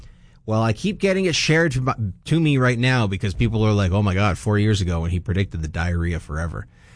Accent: Canada; most American elections were hilarious to watch as a Canadian

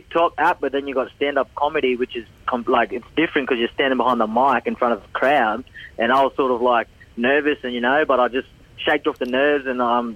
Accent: Brisbane, Queensland, Australia; born there; also born or lived in Sydney; it's actually a good, nice little place, you know what I mean, in Inala. And it's really multicultural, sort of like Sydney. And we grew up in Sydney as well with our dad, and then grew up in Inala with our mum.

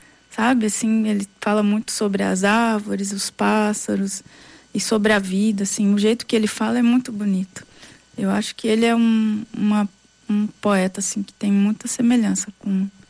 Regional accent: Minas Gerais, Brazil; E sou mineira, cabreira, né? Tô sempre meio desconfiada, assim.

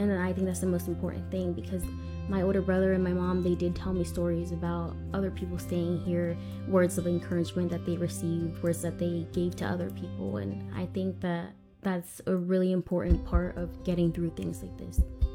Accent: Savannah, Georgia, United States; from Savannah.

